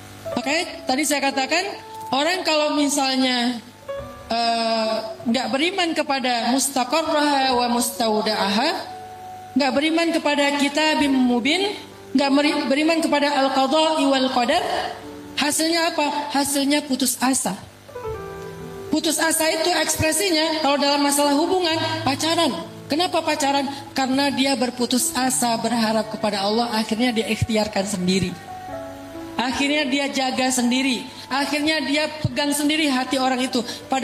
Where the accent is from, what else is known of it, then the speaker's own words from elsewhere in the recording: Aceh, Indonesia; now in West Java, Indonesia; Saya Sumatera Aceh pula. Yang ngomongnya itu mungkin karena sekarang alhamdulillah saya udah lama di Jawa Barat, di Sunda.